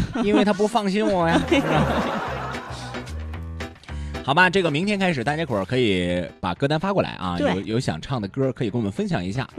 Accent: Shandong, China; 所以我们山东人特别喜欢吃馒头

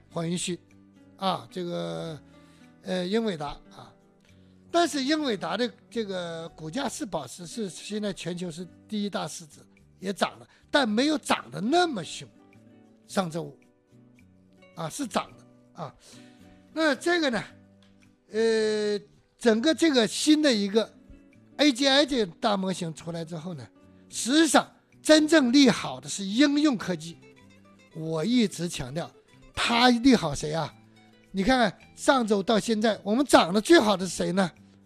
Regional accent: China

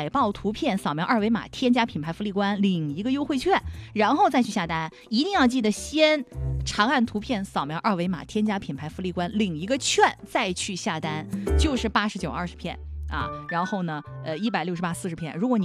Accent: Changsha, Hunan, China; 作为一个长沙人

